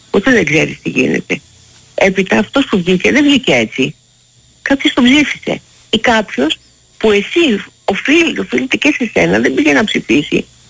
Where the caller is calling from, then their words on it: Athens, Attica, Greece; Δεν είμαι όμως από Καρπενήσι. Είμαι εδώ εντός Αθηνών.